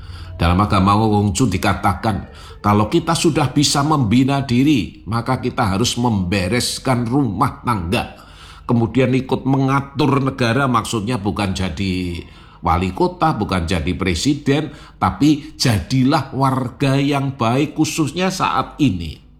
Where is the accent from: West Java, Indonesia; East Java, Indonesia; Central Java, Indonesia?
Central Java, Indonesia; Surakarta; Kita orang Solo, tetangga kita orang Solo, teman kita orang Solo